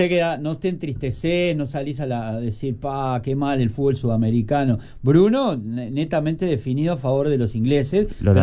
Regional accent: Uruguay; es la pacatería uruguaya que nos gana.

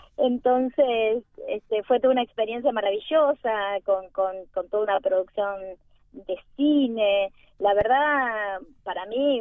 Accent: Rosario, Santa Fe, Argentina; mi ciudad natal es Rosario.

